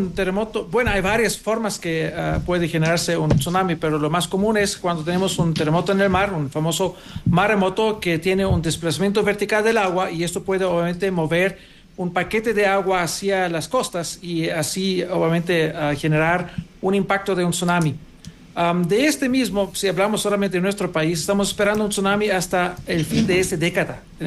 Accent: Greece; also born or lived in Germany; Tenía 14 años, creo, que ocurrió un terremoto en mi ciudad de origen, en Grecia. Estamos allá de vacaciones. Vivíamos en Alemania. También soy migrante.

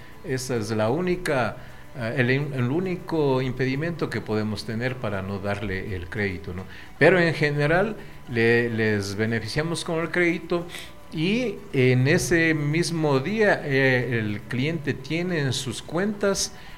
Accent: Ecuador; todos somos ecuatorianos

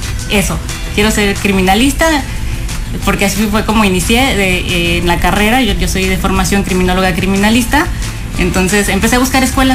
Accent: Puebla, Mexico; yo soy de Puebla, la ciudad o la cultura y la sociedad poblana es un poco más conservadora y más tradicional.

